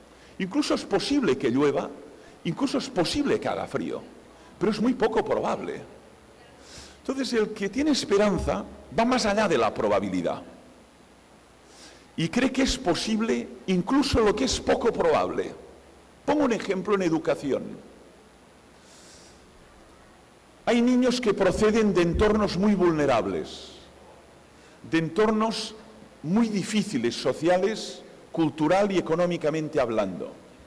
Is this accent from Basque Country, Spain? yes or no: no; Barcelona, Catalonia, Spain; en Barcelona, mi ciudad natal